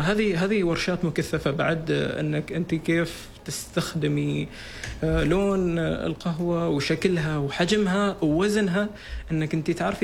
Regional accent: Oman

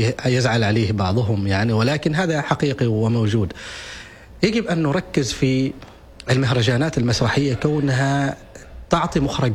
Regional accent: Oman; نحن كعمانيين عندنا إرث،

